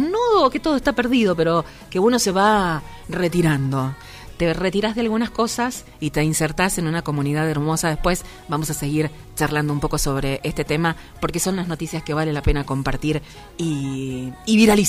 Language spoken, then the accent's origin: Spanish; Mendoza, Argentina; Somos de Mendoza, Argentina